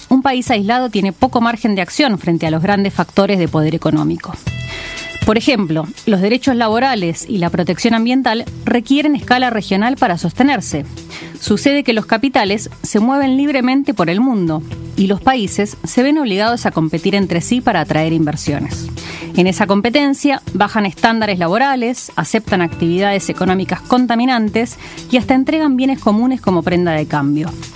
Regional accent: Argentina; siendo argentinas y argentinos, estos hechos nos afectan directamente, porque como pueblos latinoamericanos, nuestro pasado, nuestro presente y nuestro futuro están profundamente ligados.

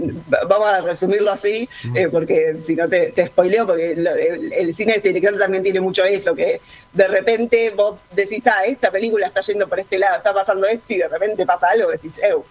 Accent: Argentina; acá yo creo que un poco nos toca como argentinos

